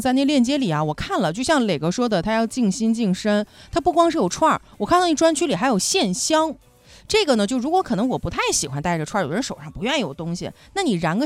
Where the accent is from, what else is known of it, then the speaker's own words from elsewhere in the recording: China; 我们中国人